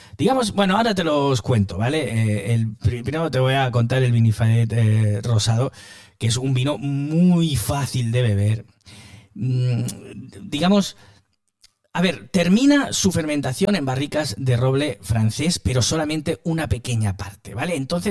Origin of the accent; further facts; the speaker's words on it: Estepona, Andalusia, Spain